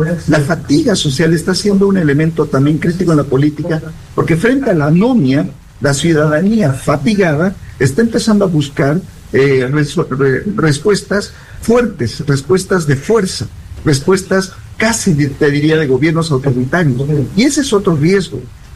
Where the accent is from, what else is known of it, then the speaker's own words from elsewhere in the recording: Bolivia; now in Santa Cruz, Bolivia; nosotros como bolivianos